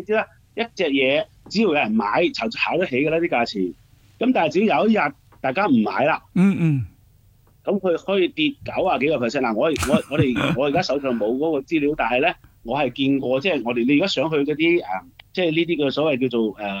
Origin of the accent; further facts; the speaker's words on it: Guangdong, China; 我哋廣東人有句即係老話